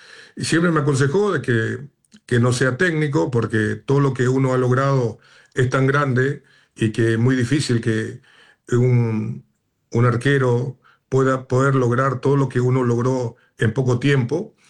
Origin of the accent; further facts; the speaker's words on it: Paraguay; pasa acá en mi país. O sea, que en Paraguay